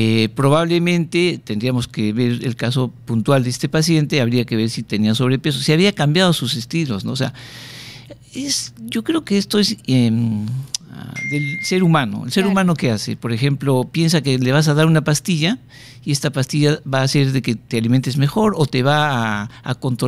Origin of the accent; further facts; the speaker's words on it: Cusco, Peru; yo de Cusco. Hice mi pregrado en la Universidad San Antonio Abad de Cusco.